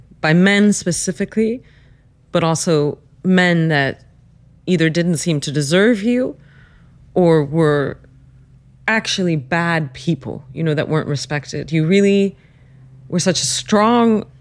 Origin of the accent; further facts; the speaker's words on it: Greenwich, Connecticut, United States; What I saw growing up in Greenwich, Connecticut in the 80s and 90s